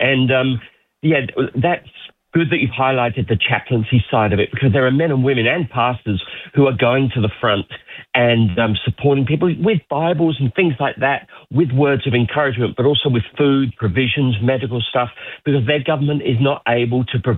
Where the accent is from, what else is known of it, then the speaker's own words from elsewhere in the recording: Australia; And we'll say from Australia, and they'll say, thank you so much. When we cross the borders, the guards, where are you from? Australia.